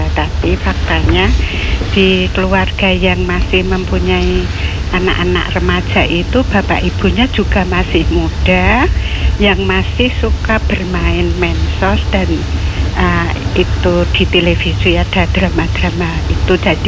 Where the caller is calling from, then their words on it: Cangkringan, Special Region of Yogyakarta, Indonesia; Cangkringan.